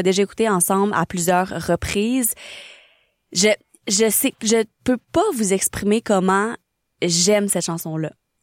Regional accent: Trois-Rivières, Quebec, Canada; je l'ai également vu en show dans ma ville natale à Trois-Rivières

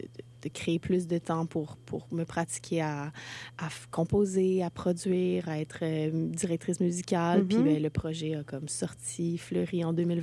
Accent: Gatineau, Quebec, Canada; now in Montreal, Canada; J'ai grandi à Gatineau.

